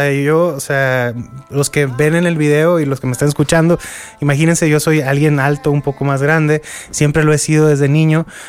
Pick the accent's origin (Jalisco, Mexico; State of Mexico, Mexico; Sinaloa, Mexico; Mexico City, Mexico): Sinaloa, Mexico; Culiacán; born there; Mi tatarabuelo, yo creo que era alemán, es … Yo soy mexicano, okay. Nací en Culiacán, pero te digo, crecí también rodeado del regional mexicano.